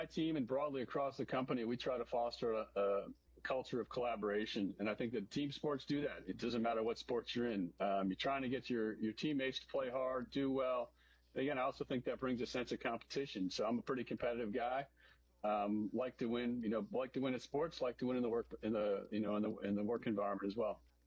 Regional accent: Williamstown, Massachusetts, United States; I grew up in Northwest Massachusetts, Williamstown, Mass. I'm the oldest of two.

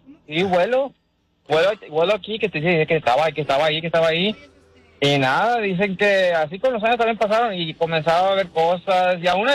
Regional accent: Sabinas Hidalgo, Nuevo León, Mexico; Bueno, allá en Sabinas, donde soy yo de Sabinas, Hidalgo, Nuevo México, uh-huh. Una de las casas que tenía allá, tenemos allá en el rancho.

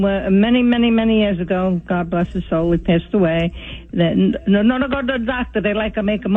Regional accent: New York City, New York, United States; Well, I grew up in Brooklyn, New York.

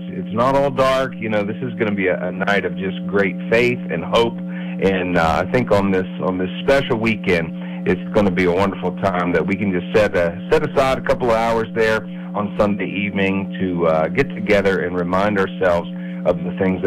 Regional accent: West Virginia, United States; I'm looking forward to being back in my home state of West Virginia this weekend.

